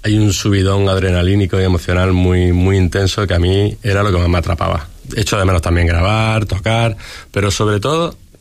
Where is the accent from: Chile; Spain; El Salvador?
Spain; Granada, Andalusia; porque seamos granadinos o porque hay que ver cómo somos los granadinos